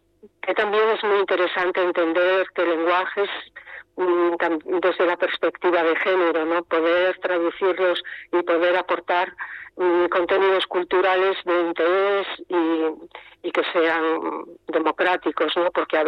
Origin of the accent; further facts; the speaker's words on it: Galicia, Spain; Catalan is a second language; now in Barcelona, Spain; bueno, soc en gallega, però bueno, considero de Barcelona perquè porto molts anys aquí.